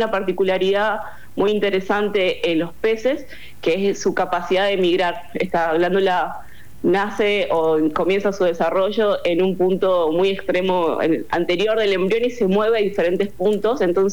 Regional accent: Jujuy, Argentina; moved away as an adult; also born or lived in Córdoba / Tucumán / Chile / Germany; yo vengo de Jujuy

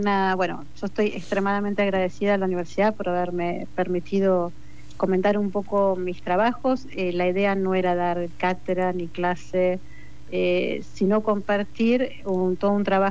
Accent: Pergamino, Buenos Aires Province, Argentina; vengo de la ciudad de Pergamino

